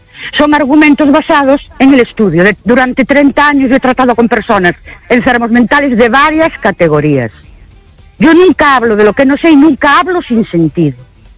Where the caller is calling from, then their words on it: Ourense, Galicia, Spain; de Ourense